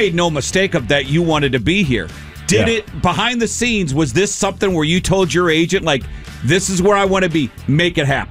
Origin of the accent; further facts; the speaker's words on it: Midwest, United States; now in Columbus, United States; I knew nothing about Columbus, but I'm from the Midwest, and my wife grew up in Cincinnati.